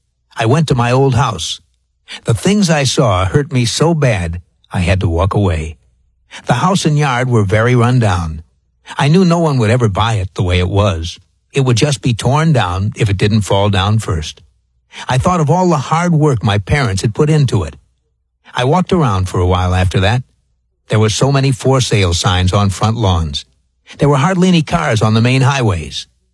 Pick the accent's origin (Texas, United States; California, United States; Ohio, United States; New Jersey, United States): Ohio, United States; East Liverpool; dedicate it to my hometown, East Liverpool, Ohio.